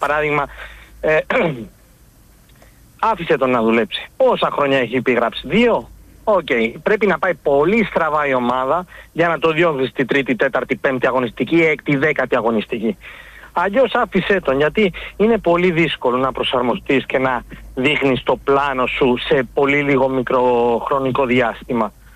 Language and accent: Greek; Mallorca, Balearic Islands, Spain; Εγώ μπορώ να σας πω για το Μαφέο που ήρθε στον Ολυμπιακό, που τον είχαμε εδώ στο νησί μου, στη Μαγιόρκα.